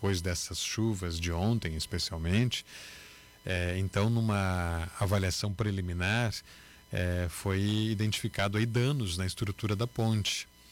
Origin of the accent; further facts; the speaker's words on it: Vacaria, Rio Grande do Sul, Brazil; moved away; Porque sou natural de Vacaria, né?